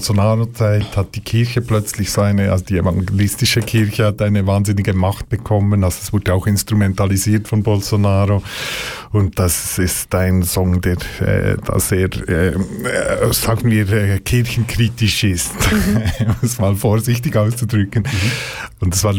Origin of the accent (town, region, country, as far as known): Switzerland